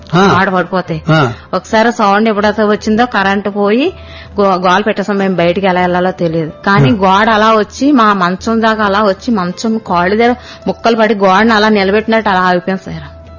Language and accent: Telugu; Vemagiri, Andhra Pradesh, India